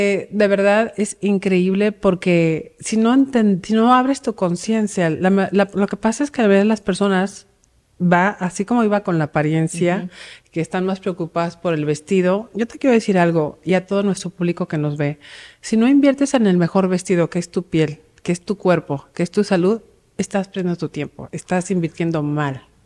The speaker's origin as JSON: {"language": "Spanish", "country": "Mexico", "said": "me gusta ser mexicana, soy mexicana, americana, pero amo mi raza, mi gente, mi pueblo"}